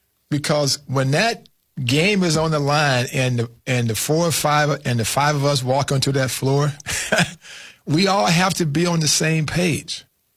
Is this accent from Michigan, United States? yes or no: yes; Flint, Michigan, United States; I'm a kid from Flint, Michigan, dreaming of one day of leaving, you know, the neighborhood of Rosedale and Selby Avenue